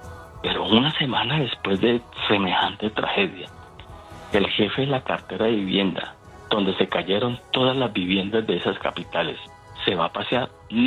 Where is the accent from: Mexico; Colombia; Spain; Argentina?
Colombia; Sí, como colombiano digo, no, Julio, no sirvió, punto.